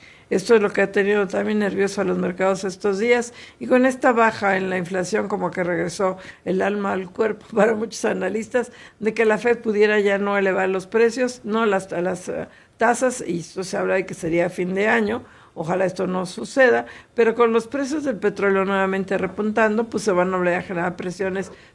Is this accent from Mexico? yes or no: yes; Mexico